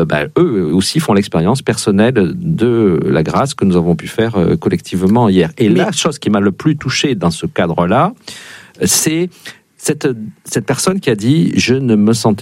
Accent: Nouvelle-Aquitaine, France; du côté de chez moi dans le Béarn

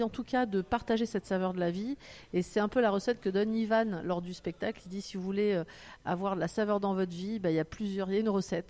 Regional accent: Valence, Auvergne-Rhône-Alpes, France; moi, je viens de Valence.

